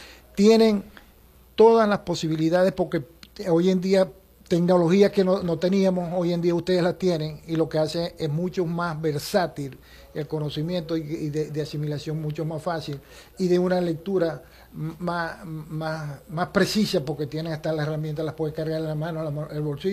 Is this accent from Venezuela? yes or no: yes; Venezuela; Eso somos nosotros los venezolanos persistentes